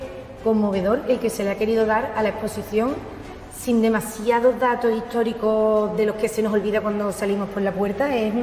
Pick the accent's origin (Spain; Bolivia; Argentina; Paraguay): Spain; Sanlúcar de Barrameda, Andalusia; nosotros, Sanlúcar, siendo un pueblo súper importante de Andalucía